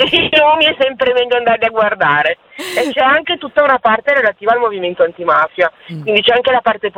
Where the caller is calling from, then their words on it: Sesto San Giovanni, Lombardy, Italy; Chiamo da Milano